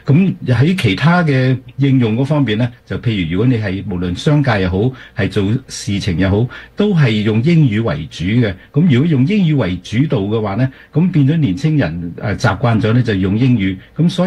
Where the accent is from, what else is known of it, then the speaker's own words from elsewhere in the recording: Canada; 咁法文嗰方面，因为佢系我哋加拿大嘅法定语言咧，